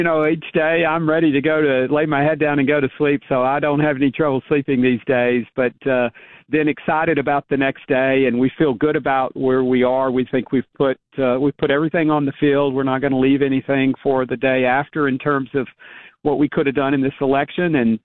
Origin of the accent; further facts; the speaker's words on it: Cookeville, Tennessee, United States; We are going to be in Cookeville, my hometown where I grew up, at the Leslie Town Center